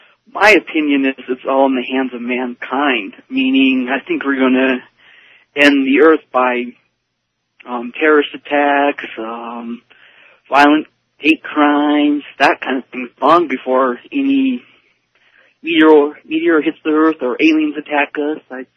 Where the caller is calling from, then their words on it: Denver, Colorado, United States; I'm calling from Denver.